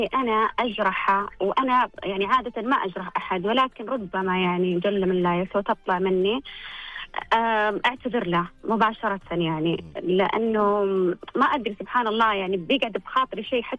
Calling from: Taif, Makkah Province, Saudi Arabia; من الطايف.

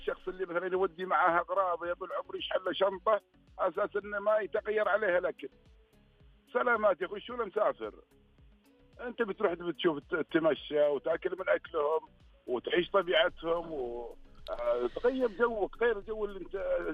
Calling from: Eastern Province, Saudi Arabia; بما أني من أهل الشرقية

